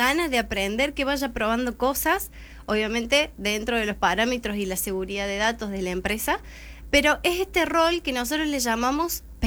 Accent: Argentina; somos argentinos

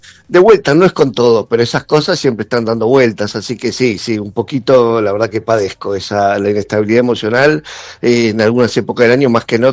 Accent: Argentina; siento que en eso somos argentinos.

